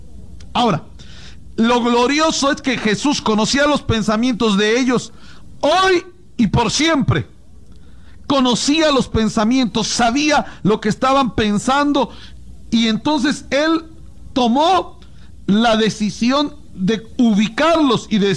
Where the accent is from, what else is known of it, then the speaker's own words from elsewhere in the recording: Mexico; yo soy del Estado de México.